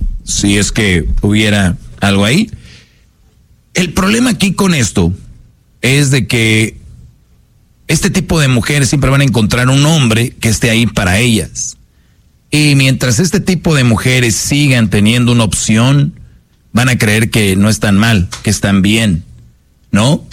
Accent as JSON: {"language": "Spanish", "town": "Monterrey", "region": "Nuevo León", "country": "Mexico", "tie": "born or raised there", "said": "yo de niño en Monterrey sí jugábamos con eso"}